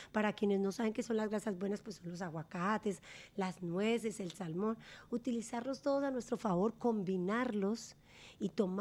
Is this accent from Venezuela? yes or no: no; Colombia; Yo soy colombiana, a mí me encantaba bailar, crecimos bailando en mi casa